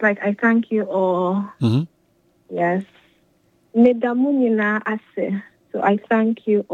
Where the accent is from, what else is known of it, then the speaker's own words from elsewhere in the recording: Ghana; now in Columbia, Missouri, United States; I'm originally from Ghana. I'm a proud Ghanaian. Ghana is located in West Africa.